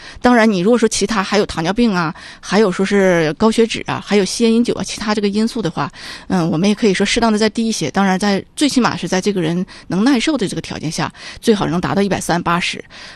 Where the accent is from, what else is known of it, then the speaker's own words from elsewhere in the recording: Northeast China, China; 我们东北人呢，很多人是喜欢重油啊、重盐这个饮食